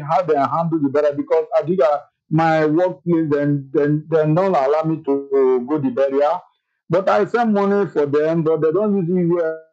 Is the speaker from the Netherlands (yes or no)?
yes; Netherlands; from Netherlands.